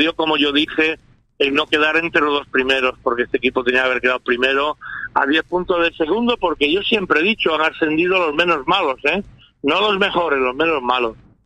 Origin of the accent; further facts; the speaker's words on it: Marín, Galicia, Spain; moved away; desde mi pueblo, desde Marín, Pontevedra